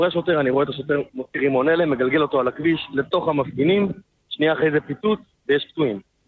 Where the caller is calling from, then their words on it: Beit Shemesh, Jerusalem District, Israel; אני מגיע מבית שמש.